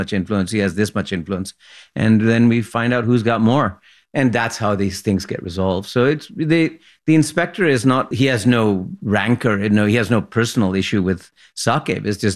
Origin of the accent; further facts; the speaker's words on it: Lahore, Punjab, Pakistan; I was brought up in Lahore, and we had these, you know, wonderful old you know, they're called servants, I guess.